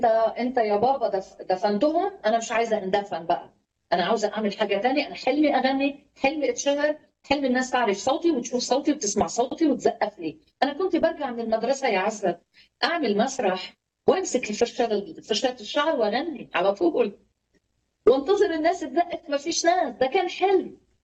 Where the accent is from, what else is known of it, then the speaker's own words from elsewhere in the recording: Lebanon; accent: Lebanese; وانت تترجم لنا يا رب كل كلمه لبنانيه تطلع مني تترجم مصري على طول في اسم يسوع. لهجتي منيحه بالمصري صح؟